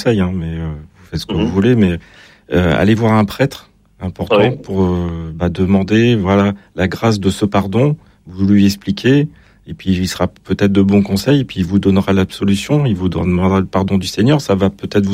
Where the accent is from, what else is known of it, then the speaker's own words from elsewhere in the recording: Brittany, France; Je suis breton.